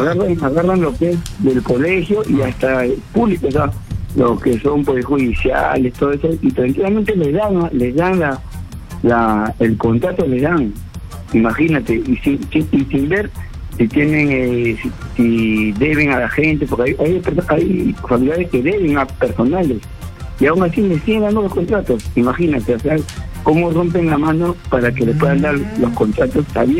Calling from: Manchay, Lima, Peru; de Manchay.

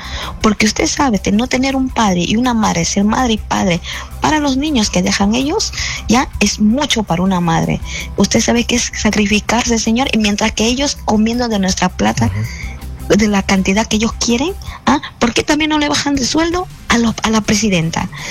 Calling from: Lima, Peru

